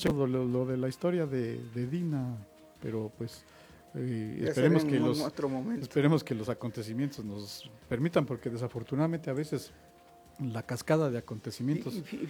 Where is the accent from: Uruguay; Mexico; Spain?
Mexico